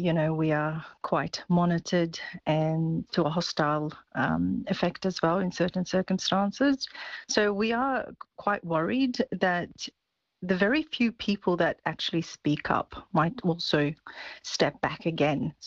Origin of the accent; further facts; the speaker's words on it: Australia; does that mean that I, as an Australian Uyghur, I'm no longer allowed to or will be able to speak up on the current situation over there?